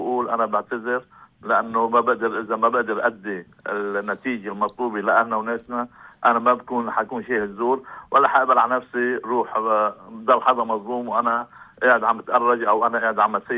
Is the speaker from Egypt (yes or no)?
no; Lebanon; بس بلبنان نحن نتعامل كلبنانية